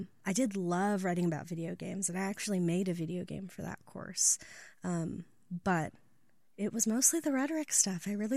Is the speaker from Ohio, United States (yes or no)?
no; Alaska, United States; also born or lived in Montana; I was born in Alaska and I lived there for 8 years, so that's mostly what I call home. Spent some time in rural Montana, northeastern Montana